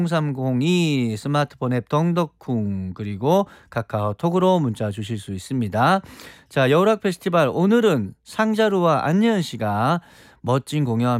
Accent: Gyeongsang, South Korea; 저는 이제 경상도인데요

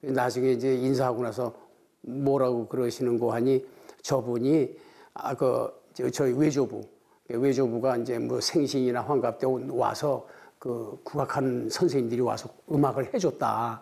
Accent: Seoul, South Korea; 저는 그 고향이 서울입니다.

